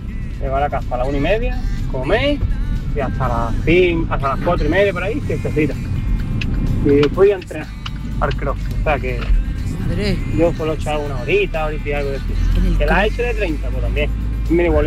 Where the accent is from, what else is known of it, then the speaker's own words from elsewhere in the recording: Málaga, Andalusia, Spain; buenos días, Yuyu y compañía. … de Málaga.